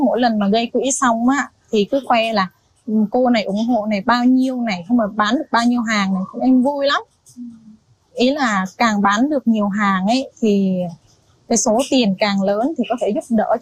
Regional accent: Đắk Lắk, Vietnam; Em xin tự giới thiệu … em đến từ Đắk Lắk.

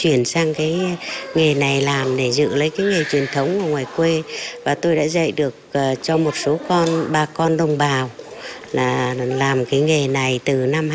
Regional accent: Hanoi, Vietnam; moved away; Cái nghề này là từ ngày xưa ở quê hương tôi là có cái làng nghề truyền thống gọi là làng nghề Phú Vinh. Thì tôi vào đây năm 94.

